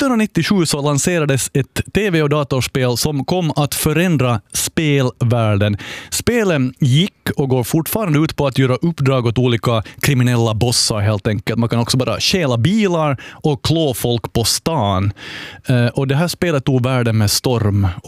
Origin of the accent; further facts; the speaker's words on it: Karis, Uusimaa, Finland; Ja, jag är ju från Karis.